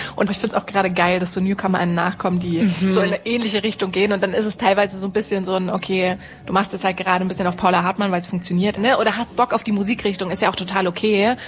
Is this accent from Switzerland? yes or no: yes; Switzerland; Ja, ich komme ja auch aus der Schweiz und da kommen auch gerade so geile auch weibliche Künstlerinnen nach und so.